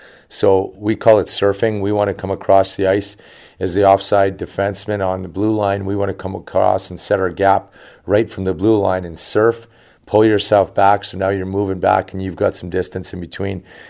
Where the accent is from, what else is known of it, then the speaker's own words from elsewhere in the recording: Western Canada, Canada; also born or lived in Boston; now in Northern California, United States; we grew up in Western Canada